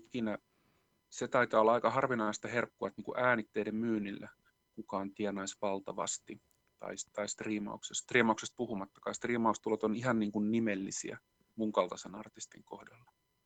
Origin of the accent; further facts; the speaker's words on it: Lahti, Päijät-Häme, Finland; now in Helsinki, Finland; mä oon Lahdesta kotoisin